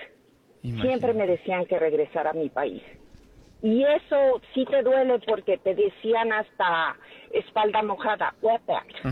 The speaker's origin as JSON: {"language": "Spanish", "town": "Los Angeles", "region": "California", "country": "United States", "tie": "born there", "lives_now": "Claremont, United States", "said": "cuando yo nací en Los Ángeles"}